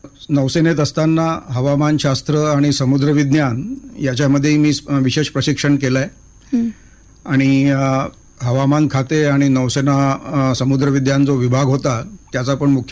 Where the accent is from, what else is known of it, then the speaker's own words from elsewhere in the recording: Nagpur, Maharashtra, India; माझा जन्म आणि शिक्षण नागपुरात झालं आहे.